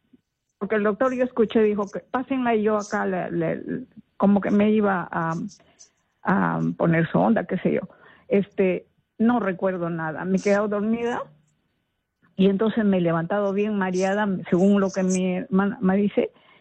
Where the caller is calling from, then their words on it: Chepén, La Libertad, Peru; yo vivo en Chepén